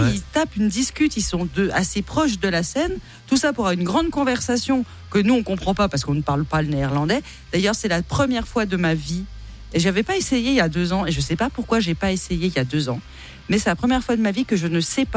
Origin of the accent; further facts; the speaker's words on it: France; avec mon accent de merde, je suis française.